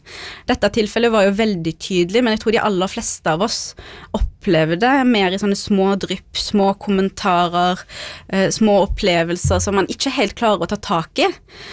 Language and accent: Norwegian; Haugesund, Rogaland, Norway; first language Norwegian; also born or lived in Beirut, Lebanon; jeg er oppvokst i Haugesund, jeg er født i Beirut, men jeg kom jo her da jeg var et halvt år gammel, så mitt primærspråk er jo norsk.